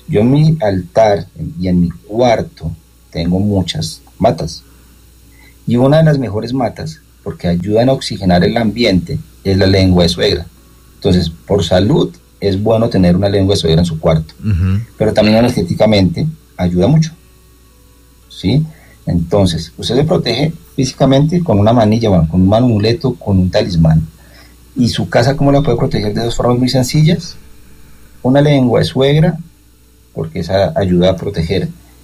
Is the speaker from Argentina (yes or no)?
no; Colombia; Yo creo que es por lo que somos, no sé, colombianos, latinos.